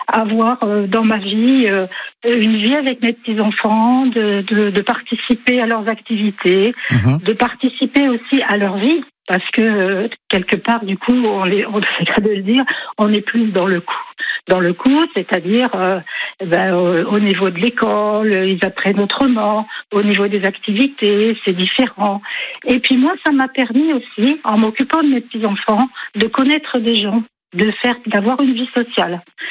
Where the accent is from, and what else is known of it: Bourges, Centre-Val de Loire, France; now in Carry-le-Rouet, France